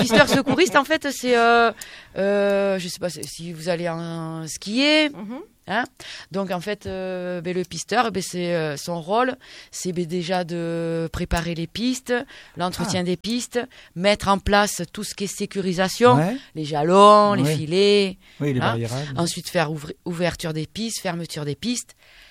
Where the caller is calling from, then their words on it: Nouvelle-Aquitaine, France; je suis dans une petite station dans les Pyrénées-Atlantiques, Artoust.